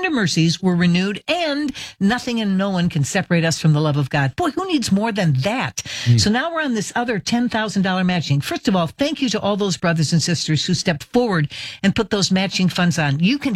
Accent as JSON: {"language": "English", "region": "Midwest", "country": "United States", "tie": "born or raised there", "said": "when I was raised in the Midwest, that'd be the time you'd go out for a fish fry."}